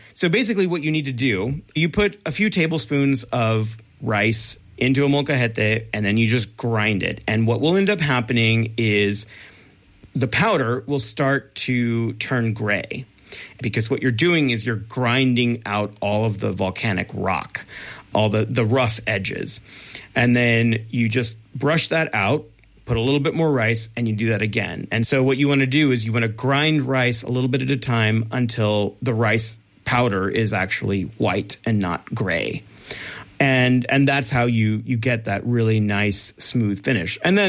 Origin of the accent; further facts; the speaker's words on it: Texas, United States; You know, I grew up in Texas, and my father grew pecan trees and peach trees.